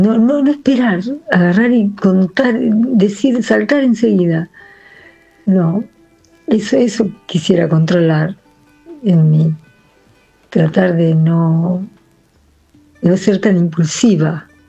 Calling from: Lincoln, Buenos Aires Province, Argentina; linqueña, viendo el 9 de julio.

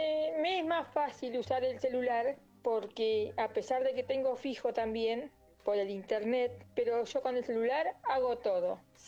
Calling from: Beruti, Buenos Aires Province, Argentina; de Beruti.

